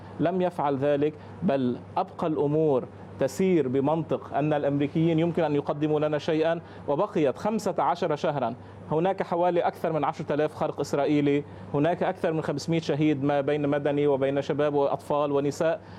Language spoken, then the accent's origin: Arabic; Lebanon; هذا الاتفاق ننظر فيه ماذا يحصل في المنطقة وما هي مصالحنا كلبنانيين